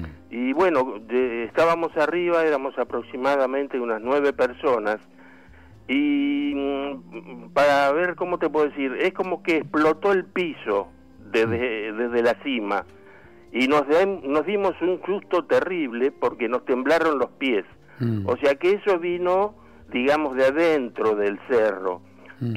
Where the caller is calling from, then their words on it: Buenos Aires, Argentina; de Villa Santa Rita.